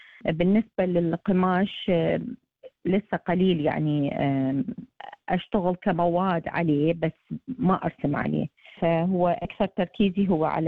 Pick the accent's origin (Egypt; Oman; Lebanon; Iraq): Iraq; moved away